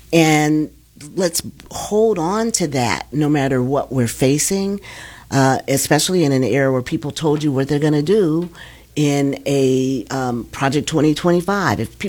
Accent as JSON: {"language": "English", "region": "Pennsylvania", "country": "United States", "moved": "as an adult", "lives_now": "Chicago, United States", "said": "I'm from Pennsylvania, but I have been here like 60 or like 40 of my 69 years."}